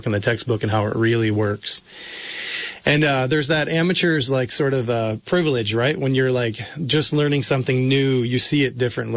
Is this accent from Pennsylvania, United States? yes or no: no; New York, United States; I grew up in New York State. We had Regents exams.